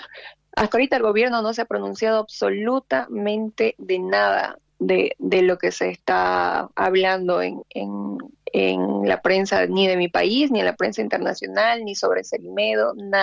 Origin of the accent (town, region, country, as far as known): Bolivia